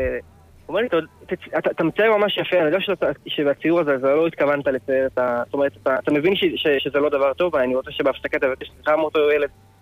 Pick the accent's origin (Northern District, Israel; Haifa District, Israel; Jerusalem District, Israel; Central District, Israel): Jerusalem District, Israel; Jerusalem; born there; אני גדלתי בתלמוד תורה, תורת אמת בירושלים